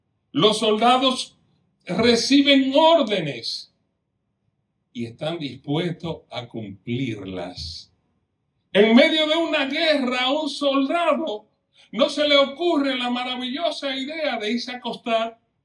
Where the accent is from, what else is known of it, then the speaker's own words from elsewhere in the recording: Dominican Republic; En mi país, en la República Dominicana